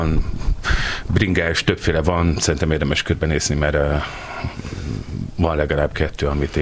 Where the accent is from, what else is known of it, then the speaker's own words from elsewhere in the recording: Hungary; Hát igen, jó, oké, de hogy tehát itt Magyarországon ebben nőttünk föl, és ezért ez egy ilyen adottságnak vesszük, mint a levegőt, vagy bármi más.